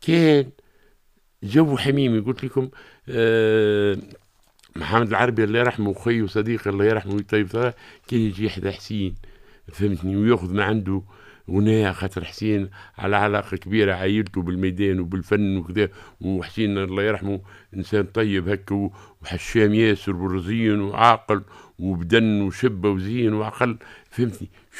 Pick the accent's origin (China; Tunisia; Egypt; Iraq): Tunisia; El Kef, Kef Governorate; في حومتنا وفي حينا وفي جهتنا وفي الكاف بصفة عامة